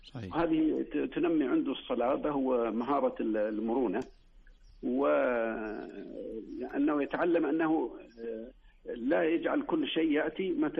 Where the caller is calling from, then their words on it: Bisha, Asir, Saudi Arabia